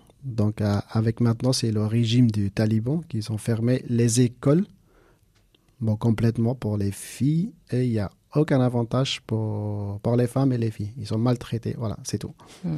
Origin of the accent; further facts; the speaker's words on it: Kabul, Afghanistan; French is a second language; moved away as an adult; En fait, moi, je suis né à Kaboul.